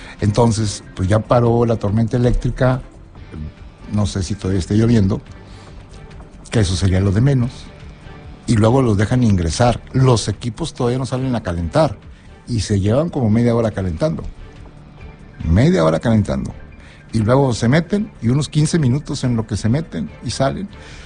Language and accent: Spanish; Nuevo León, Mexico; Yo soy de Nuevo León. Pregúntenme a mí. Yo vivo en Nuevo León.